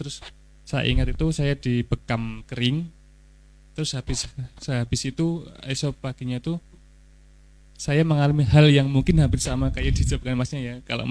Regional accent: Kulon Progo, Special Region of Yogyakarta, Indonesia; Kosnya di kota, cuman aslinya Kulon Progo sih, di gunung sih.

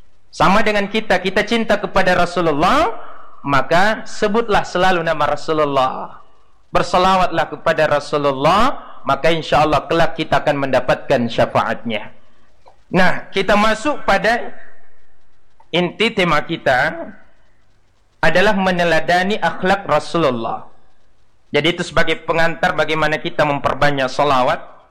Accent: Parepare, South Sulawesi, Indonesia; Kami ini, saya orang Bugis dari Sulawesi Selatan di Parepare.

